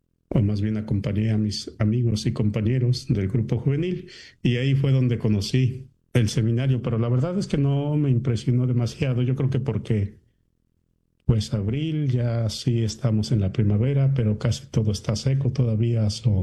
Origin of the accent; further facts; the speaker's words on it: Mexico; moved away; tengo presente el día que llegué a Chicago fue el 10 de agosto del año 2006, a la primera vez que salí de México al extranjero.